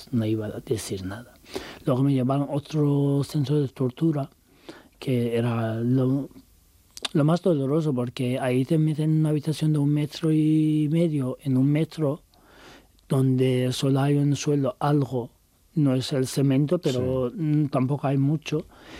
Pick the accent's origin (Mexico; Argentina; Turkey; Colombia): Turkey; now in Spain; Y especialmente cuando eres inmigrante y LGBT, da igual que seas también turco, porque digo, soy turco y podía pasar más sí.